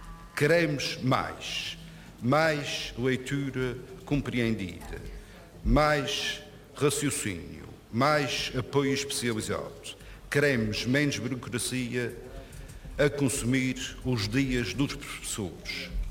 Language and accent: Portuguese; Corvo, Azores, Portugal; Cresci no Corvo, sei o tamanho da ilha.